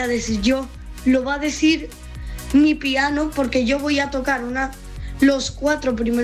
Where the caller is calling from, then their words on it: Isla Cristina, Andalusia, Spain; de Isla Cristina.